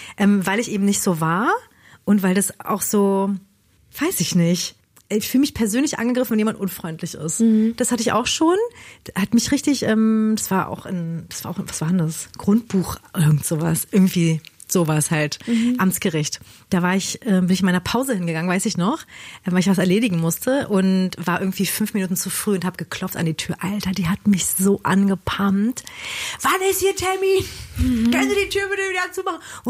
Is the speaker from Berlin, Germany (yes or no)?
yes; Berlin, Germany; born there